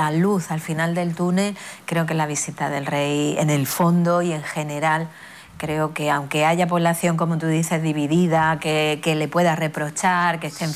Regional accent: Ceuta, Spain; somos ceutíes, somos caballas y somos españoles

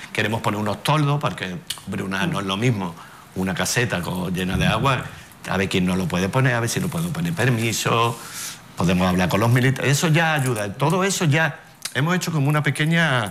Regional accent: Cádiz, Andalusia, Spain; Yo soy Ceuta. Yo soy de Cádiz, yo soy Ceuta.

